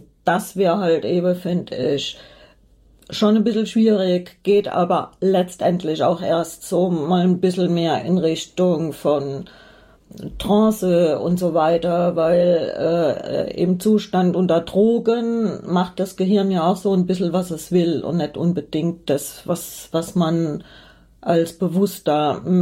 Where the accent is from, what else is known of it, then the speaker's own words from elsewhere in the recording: Hesse, Germany; born there; ich stamme ja aus Hessen gebürtig